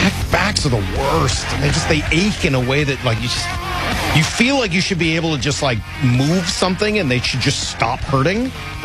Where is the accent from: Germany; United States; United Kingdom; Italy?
United States; Northeast; now in Seattle, United States; I grew up in the Northeast. I like a hot, humid summer.